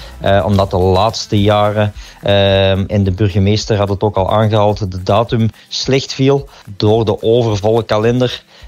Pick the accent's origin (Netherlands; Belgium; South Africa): Belgium; Kalmthout, Flanders; ik ben van de streek, geboren in Kalmthout, maar ik woon al enige tijd in Essen centrum